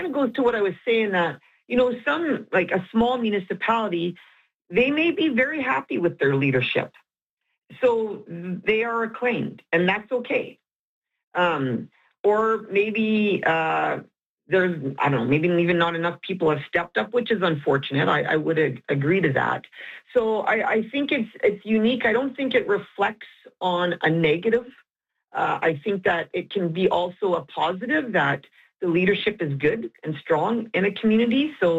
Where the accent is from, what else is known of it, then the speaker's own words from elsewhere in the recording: Canada; I think it's part of being a Canadian.